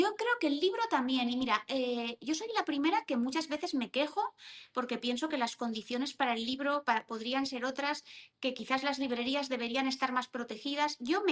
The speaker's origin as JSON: {"language": "Spanish", "town": "Valencia", "region": "Valencian Community", "country": "Spain", "moved": "yes", "lives_now": "Madrid, Spain", "said": "yo soy valenciana"}